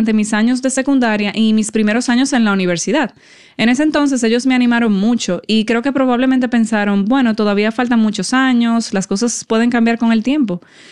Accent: United States; Como estadounidense, yo sé qué tan buena puede ser la vida

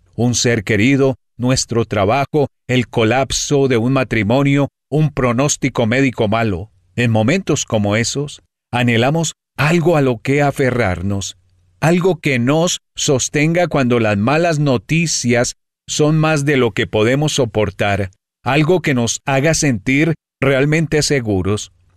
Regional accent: New York City, New York, United States; Como neoyorquino, me preguntaron cómo me sentía tras aquel atentado.

